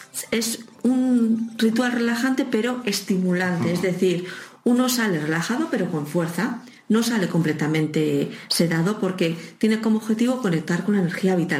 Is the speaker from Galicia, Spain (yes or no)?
no; San Sebastián, Basque Country, Spain; nosotros somos de Donosti, somos de Urumea